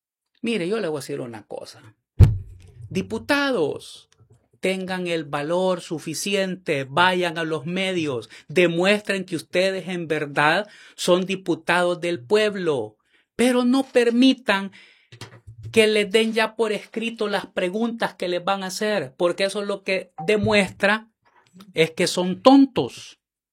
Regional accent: El Salvador

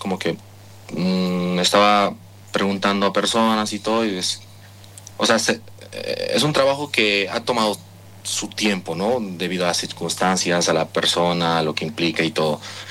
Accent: Tupiza, Potosí, Bolivia; also born or lived in Oruro; el sur de Potosí. He vivido mucho tiempo allí, pero bueno, nacido en Oruro, pero criado en Tupiza

